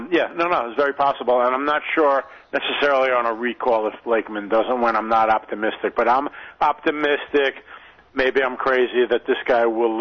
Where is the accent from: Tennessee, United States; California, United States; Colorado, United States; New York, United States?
New York, United States; now in Manhattan, United States; I mention that because I'm from Nassau County my whole life.